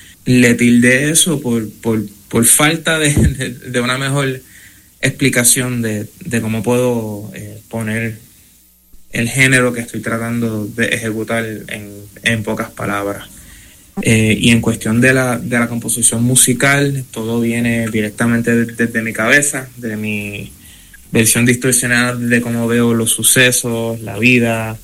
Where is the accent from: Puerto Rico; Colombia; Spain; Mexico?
Puerto Rico; Siendo puertorriqueño